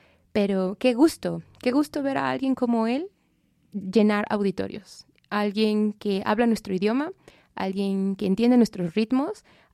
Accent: Mexico

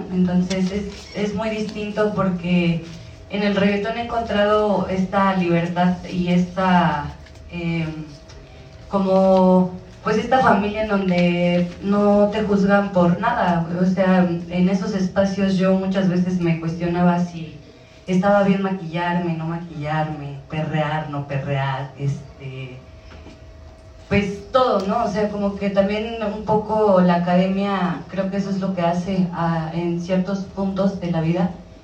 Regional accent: State of Mexico, Mexico; venimos del Estado de México, de la periferia, o sea, donde no estamos en la ciudad

